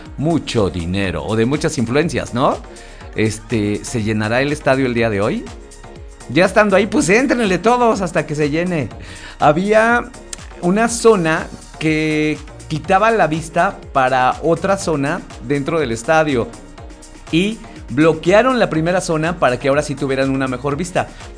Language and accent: Spanish; Mexico; nosotros como mexicanos